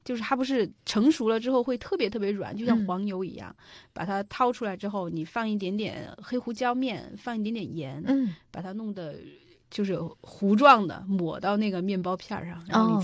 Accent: China

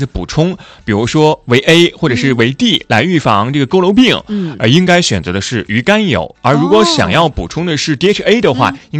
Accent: Hainan, China; 我们海南人不存在这个问题

